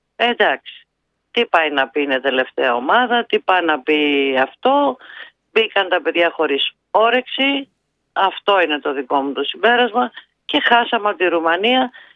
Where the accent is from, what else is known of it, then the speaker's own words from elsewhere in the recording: Piraeus, Attica, Greece; Και εγώ είμαι Πειραιώτισσα, γέννημα Θρέμα. Εκεί γεννήθηκα, εκεί μεγάλωσα.